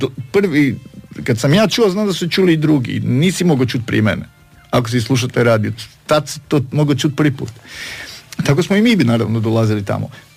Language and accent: Croatian; Rijeka, Primorje-Gorski Kotar County, Croatia; Ja nisam bio u Beogradu u tom trenutku, odrastao sam u Rijeci, pa ti ne mogu reći gdje je bolje, gdje je lošije i šta je razlika.